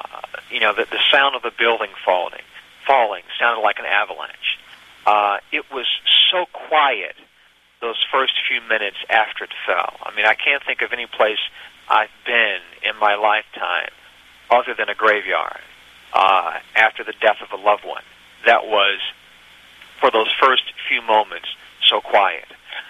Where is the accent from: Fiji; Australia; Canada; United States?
United States; the South; I'm a Southerner